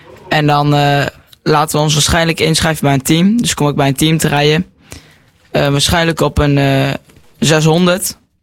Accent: Nijverdal, Overijssel, Netherlands; Ik kom uit Nijverdal.

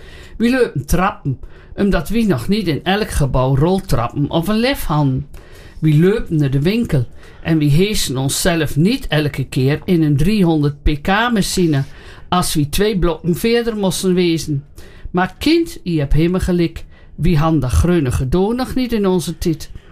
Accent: Oldebroek, Gelderland, Netherlands; Want dan kom je langs dat industrieterrein bij ons in het Oostenarp.

